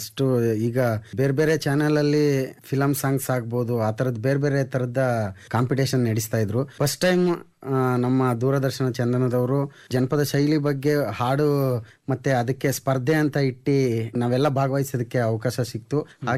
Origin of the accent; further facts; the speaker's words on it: Changachalli, Karnataka, India; Sir, Yelandur taluk ಚಂಗಚಳ್ಳಿ ಅಂತ ಗ್ರಾಮ sir. ಅಲ್ಲಿ ಒಂದು ಪುಟ್ಟ ಹಳ್ಳಿ